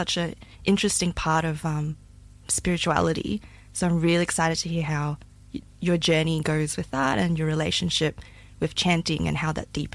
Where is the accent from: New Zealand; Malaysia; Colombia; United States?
Malaysia; these Buddhist chants, are something I grew up with in Malaysia.